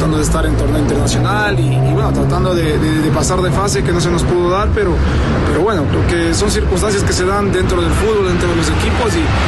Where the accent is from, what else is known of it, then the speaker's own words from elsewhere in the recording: Ecuador; de parte de nosotros creo que como ecuatorianos